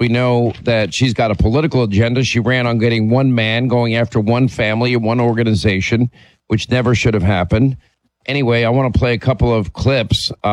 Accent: New York, United States; I was born and raised in New York, although I was kind of like a radio nomad for many, many years.

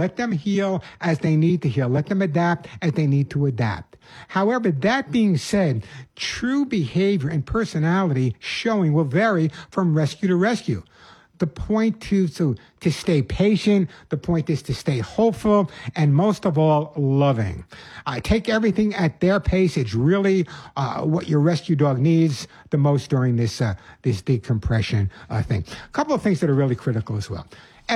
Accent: New York City, New York, United States; When I was growing up in the Bronx

